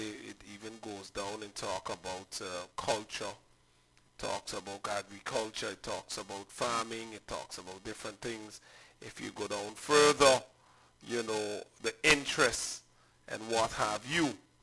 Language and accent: English; Sint Eustatius, Caribbean Netherlands; also born or lived in Curaçao; growing up on St. Eustatius as a boy.